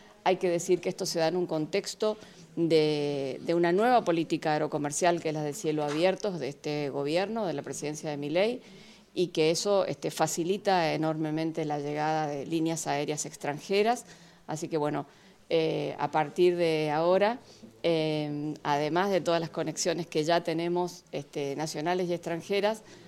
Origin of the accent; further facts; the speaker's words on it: Mendoza, Argentina; Los que somos mendocinos lo sabemos